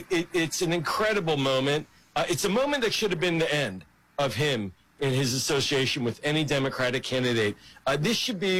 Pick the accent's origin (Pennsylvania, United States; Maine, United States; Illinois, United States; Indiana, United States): Pennsylvania, United States; Pittsburgh; I grew up in Pittsburgh.